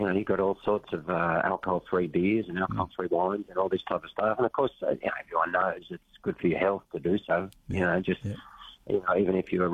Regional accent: Lismore, New South Wales, Australia; I'm from Lismore, just down the coast from you guys originally

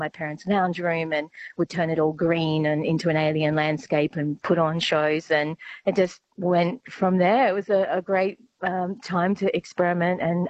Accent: South Hedland, Western Australia, Australia; So I grew up in South Hedland. My family moved there to work in the mine when my sister and I were 2 years old.

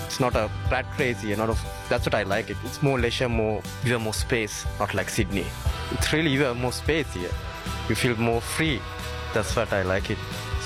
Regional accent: Sri Lanka; now in Newcastle, Australia; I'm originally from Sri Lanka.

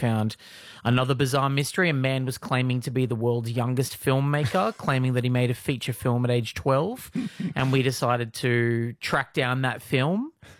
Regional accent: Newcastle, New South Wales, Australia; rock and roll legend … was in my hometown of Newcastle, New South Wales

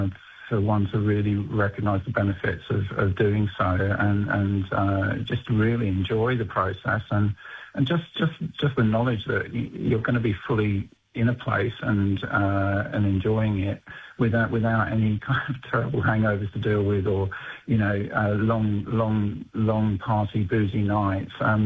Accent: Newcastle, New South Wales, Australia; And then I'm from Newcastle

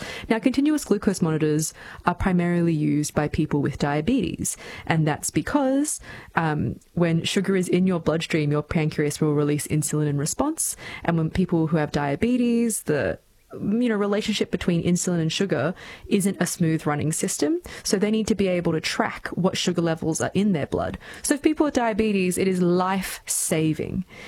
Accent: Gold Coast, Queensland, Australia; I'm born and raised on the Gold Coast. It's in my blood.

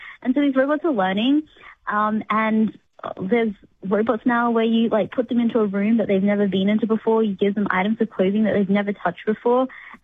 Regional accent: Cairns, Queensland, Australia; I took it for granted when I was growing up in Cairns, far north Queensland

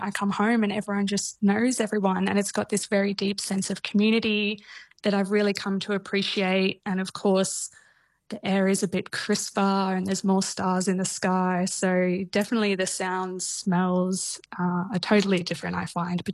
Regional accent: Bairnsdale, Victoria, Australia; moved away as an adult; Yeah, well, I grew up in Bairnsdale in rural East Gippsland until I was 18 years of age, and then I moved over to Sydney for university.

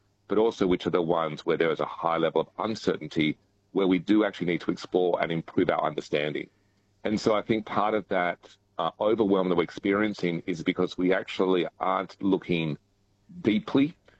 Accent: Perth, Western Australia, Australia; I grew up in Perth in WA

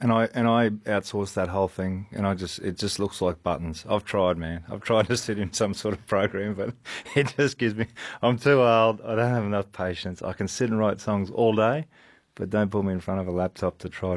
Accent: Queensland, Australia; growing up in Queensland, Northern Territory was never really on my radar.

